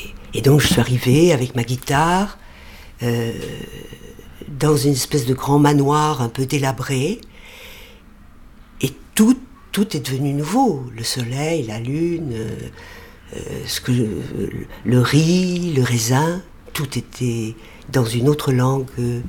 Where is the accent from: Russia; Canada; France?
France; first language French; J'étais française. Ma langue maternelle était le français